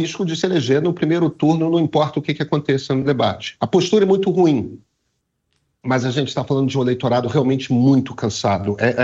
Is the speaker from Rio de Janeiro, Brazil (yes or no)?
yes; Rio de Janeiro, Brazil; a minha impressão como carioca e como leitor de pesquisas é que a população do Rio de Janeiro está absolutamente exausta